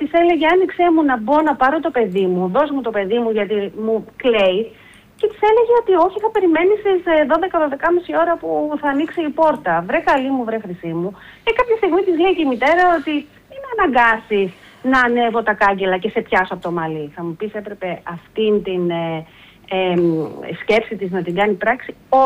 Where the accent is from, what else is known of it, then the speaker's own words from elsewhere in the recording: Greece; απευθύνομαι γενικά ως Ελληνίδα μητέρα